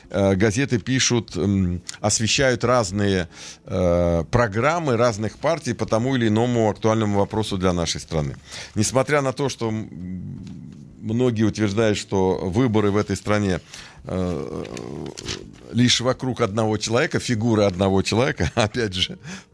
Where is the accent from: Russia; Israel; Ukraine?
Israel